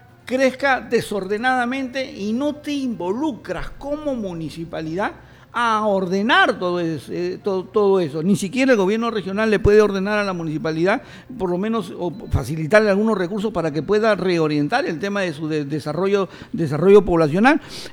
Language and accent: Spanish; Peru